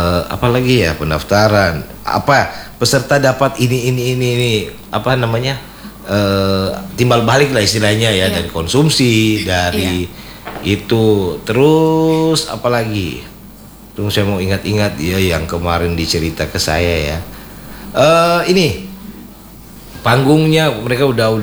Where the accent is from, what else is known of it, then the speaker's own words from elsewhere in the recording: North Sulawesi, Indonesia; Apalagi kita orang Sangir dikenal di luar sana.